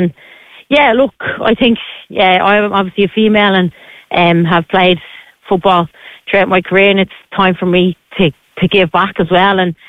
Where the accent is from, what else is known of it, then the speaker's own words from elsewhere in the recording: Enniskerry, Leinster, Ireland; Yeah, I'm actually local, so obviously I'm from Enniskerry. I grew up playing football in Enniskerry as well